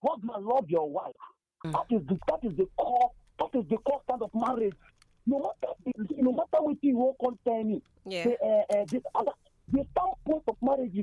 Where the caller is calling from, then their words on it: London, United Kingdom; I'm calling from London.